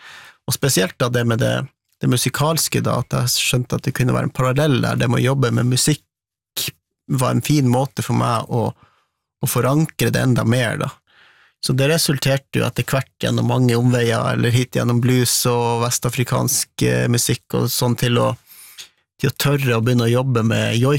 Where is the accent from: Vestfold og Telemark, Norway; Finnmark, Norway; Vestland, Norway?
Finnmark, Norway; Kistrand; Jeg kommer jo fra Kistran Chodiketti på samisk. Kommer fra en sjøsamisk familie som har vært liksom gjennom fornorskning